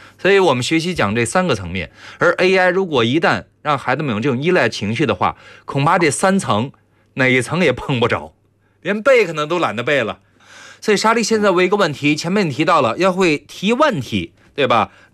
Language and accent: Chinese; China